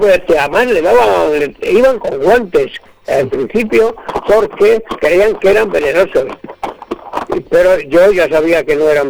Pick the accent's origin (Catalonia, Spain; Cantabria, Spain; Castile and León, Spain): Castile and León, Spain; Cejas de Aliste; pero digo, es mentira, yo no soy de Rabanales. Yo soy de Cejas de Aliste.